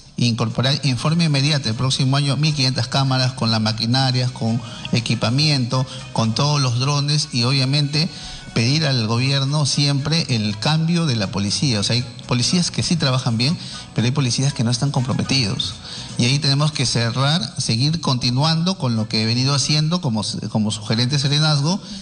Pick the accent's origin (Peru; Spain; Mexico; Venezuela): Peru; Lima; Yo soy sanjuanino, soy contribuyente, construido con mucho esfuerzo mi casa